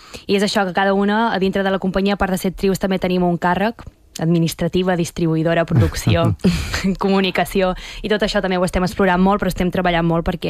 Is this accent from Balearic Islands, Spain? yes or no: yes; Menorca, Balearic Islands, Spain; now in Barcelona, Spain; jo sóc de Menorca